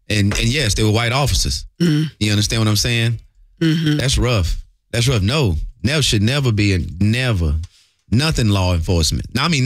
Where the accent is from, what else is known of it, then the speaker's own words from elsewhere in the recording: Charlotte, North Carolina, United States; Being the age that I am, growing up in Charlotte